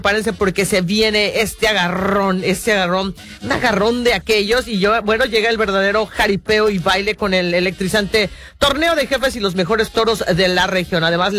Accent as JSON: {"language": "Spanish", "region": "Jalisco", "country": "Mexico", "said": "como buena jalisciense, jalisquilla, dicen por ahí."}